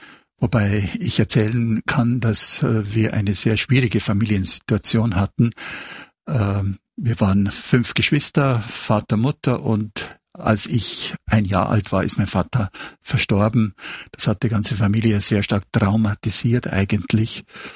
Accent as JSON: {"language": "German", "region": "Bavaria", "country": "Germany", "moved": "yes", "lives_now": "Austria", "said": "Ich stamme ursprünglich aus Bayern und fühle mich aber in Österreich sehr, sehr wohl."}